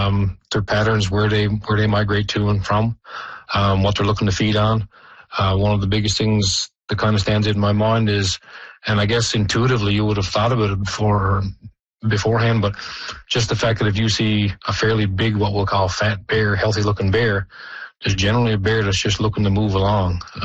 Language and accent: English; Black Tickle, Newfoundland and Labrador, Canada; I grew up in Blacktickle, so, I mean, I remember once going into my uncle's house and just getting in through the door and the polar bear walked past the door.